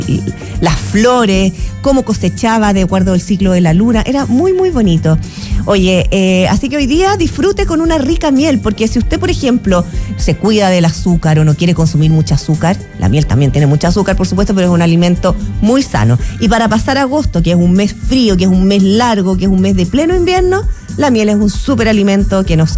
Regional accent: Chile

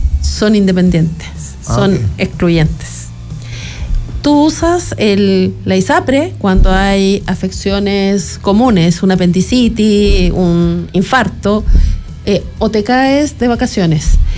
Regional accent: Concepción, Biobío, Chile; Yo soy de Concepción.

